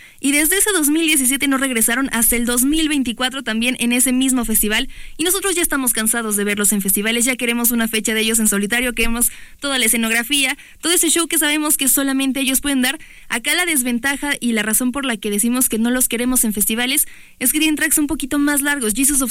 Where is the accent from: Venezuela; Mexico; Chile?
Mexico; Calimaya, State of Mexico; mi pueblo natal de Calimaya